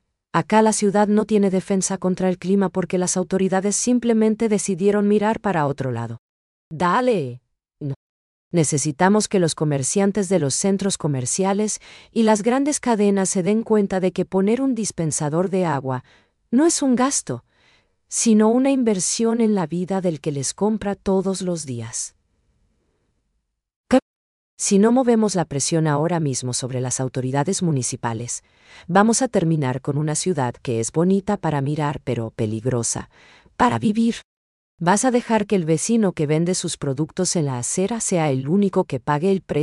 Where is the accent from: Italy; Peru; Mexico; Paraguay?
Paraguay; nos toca el orgullo como paraguayos.